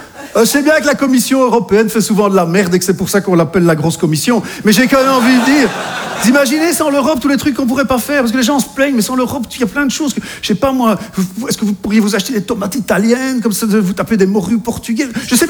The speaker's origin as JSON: {"language": "French", "country": "Belgium", "lives_now": "France", "said": "je suis belge, j'habite en France et j'ai été dépucelé en Espagne par une Anglaise."}